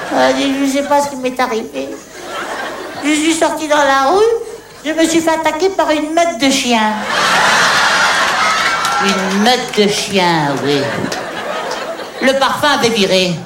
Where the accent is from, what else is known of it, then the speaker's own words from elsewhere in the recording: Hauts-de-France, France; Mais non, je suis du Pas-de-Calais. C'est Pas-de-Calais.